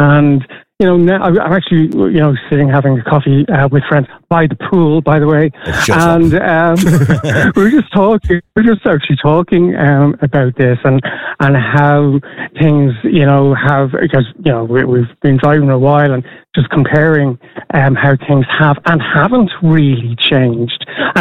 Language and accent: English; Ireland; as Irish people in general.